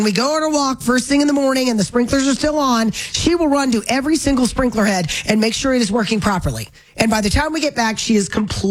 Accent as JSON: {"language": "English", "region": "the South", "country": "United States", "tie": "born or raised there", "said": "And growing up in the South"}